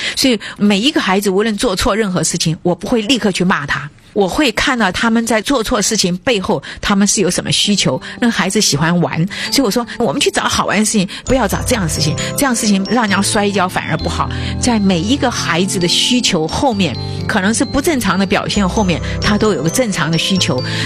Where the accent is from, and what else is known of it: China; moved away